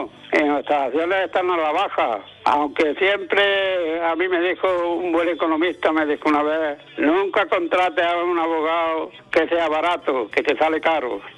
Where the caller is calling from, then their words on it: Almuñécar, Andalusia, Spain; de Almuñécar